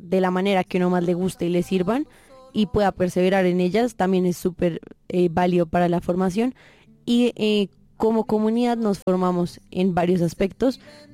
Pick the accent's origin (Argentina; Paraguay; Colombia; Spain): Colombia; la misión que tenemos también como colombianos, como de reconocer nuestro país